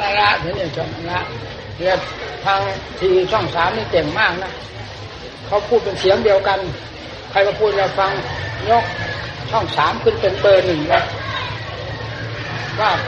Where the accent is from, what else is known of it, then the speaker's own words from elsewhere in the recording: Isan, Thailand; เราเองคนเป็นคนภาคอีสาน